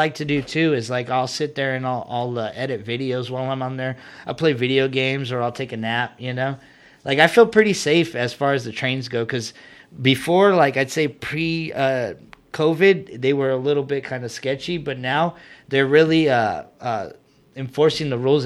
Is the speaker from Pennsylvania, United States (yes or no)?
no; San Bernardino, California, United States; since I'm from San Bernardino